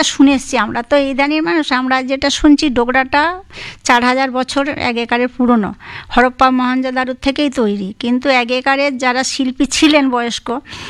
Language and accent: Bangla; Bankura, West Bengal, India; ছোটবেলায় ছিলাম, আমার বাঁকুড়াতেই বাড়ি, বিয়ে হয়েছে বাঁকুড়ায়, শ্বশুরবাড়ি বাঁকুড়া ডিস্ট্রিক্টে।